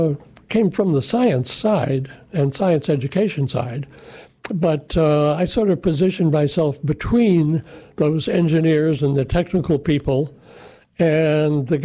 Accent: Midwest, United States; moved away as an adult; also born or lived in Arizona / East Coast; now in San Diego, United States; Originally, I'm a Midwesterner, so I grew up in a small town farm community.

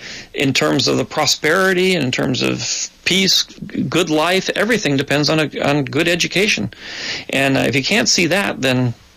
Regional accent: California, United States; when I grew up in California here

